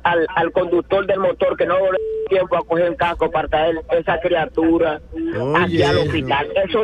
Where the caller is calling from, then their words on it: Neyba, Baoruco, Dominican Republic; nosotros somos de aquí de Neiva.